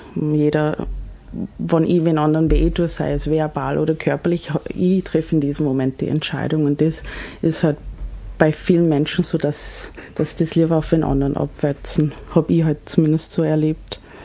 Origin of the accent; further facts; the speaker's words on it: Salzburg, Austria; born there; German is a second language; also born or lived in Canada; Also ich bin als junges Dirndl im Pinzgau gezogen, aus einem fremden Land